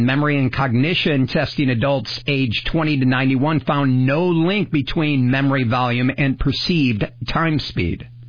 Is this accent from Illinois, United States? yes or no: yes; Peoria, Illinois, United States; I grew up in Peoria.